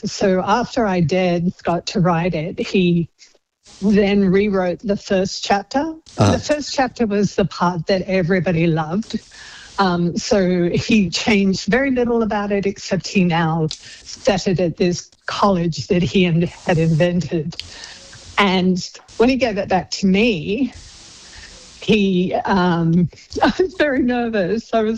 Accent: Australia; I'm Australian. I went to University of Sydney.

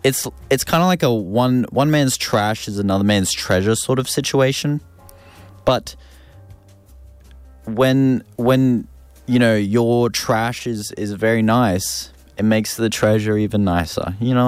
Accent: Ipswich, Queensland, Australia; I'm from Ipswich, there's not a great deal of op shopping, maybe some stuff in like Red Bank Plains, that sort of thing.

